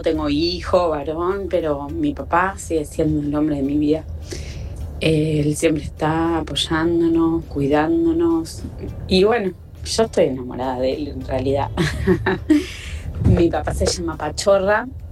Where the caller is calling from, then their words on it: San Martín, Argentina; de San Martín.